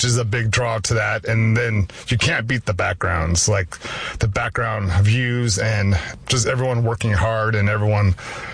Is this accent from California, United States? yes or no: yes; California, United States; I grew up a farmer in California, and you know, I worked 17-hour days in the fields. I loved it, and so I'm always like a country boy at heart